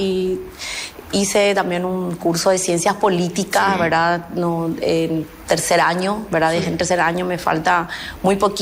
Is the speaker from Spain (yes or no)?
no; Asunción, Paraguay; Yo soy de Asunción, soy del barrio Sajón.